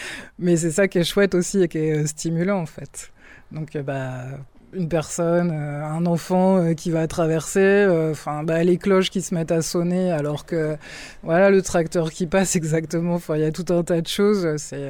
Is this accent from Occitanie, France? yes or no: no; Normandy, France; moved away as an adult; now in Hendaye, France; Bon, moi, je suis normande à la base, mais ça fait 15 ans que j'ai été adoptée par Hendaye.